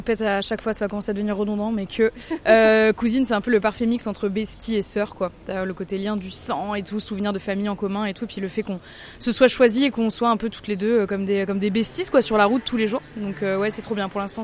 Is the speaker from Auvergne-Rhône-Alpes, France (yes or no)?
yes; Clermont-Ferrand, Auvergne-Rhône-Alpes, France; je suis bassiste et chanteuse de … On vient de Clermont-Ferrand et on fait de la pop vénère.